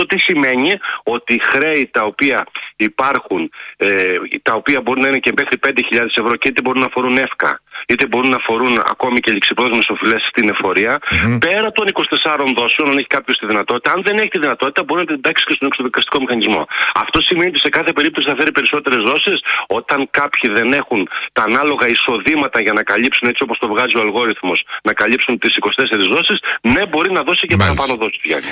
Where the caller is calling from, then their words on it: Larissa, Thessaly, Greece; επειδή είμαι από το Θεσσαλικό κάμπο, καταγωγή μου είναι από τη Λάρισα σαν καταγωγή